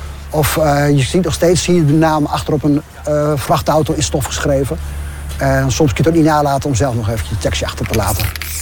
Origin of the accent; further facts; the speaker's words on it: Winschoten, Groningen, Netherlands; born there; moved away; Ik kom oorspronkelijk uit Winschoten.